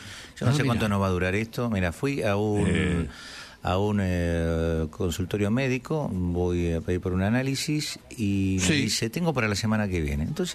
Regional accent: Argentina; no digo como país, como argentino, no creo que nos envíen tampoco tantas cosas

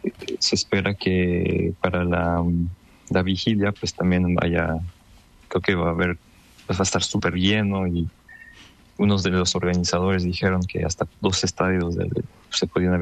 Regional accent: Mexico; now in Paris, France; Yo soy mexicano.

